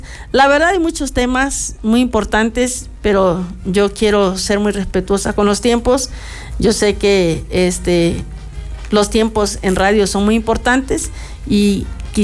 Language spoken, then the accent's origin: Spanish; Oaxaca, Mexico; Así es, como toda oaxaqueña.